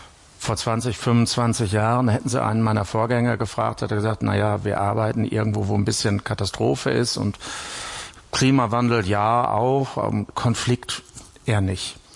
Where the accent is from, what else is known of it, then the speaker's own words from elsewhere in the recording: North Rhine-Westphalia, Germany; Ich komme aus dem Münsterland